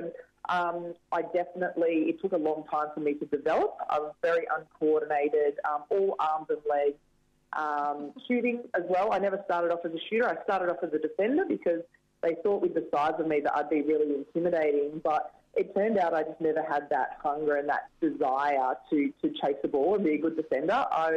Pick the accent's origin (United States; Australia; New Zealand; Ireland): Australia; Byford, Western Australia; We grew up in Byford. We had 5 acres.